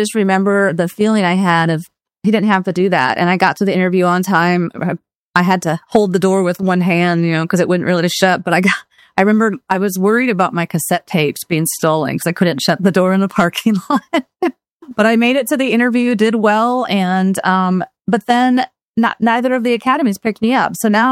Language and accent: English; Minnesota, United States; I was born in 1974, grew up in a small town, 1,200 people, northern Minnesota, with one traffic light.